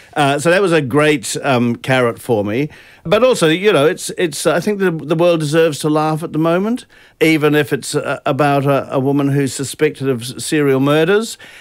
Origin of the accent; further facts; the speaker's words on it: New Zealand; I grew up in New Zealand. … were absolutely seminal to my musical upbringing.